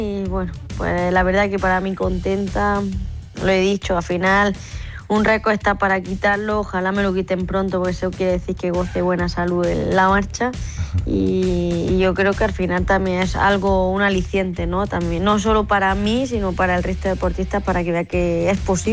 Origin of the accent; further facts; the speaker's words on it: Granada, Andalusia, Spain; para mí, como granadina, estar a una hora de casa, pues es especial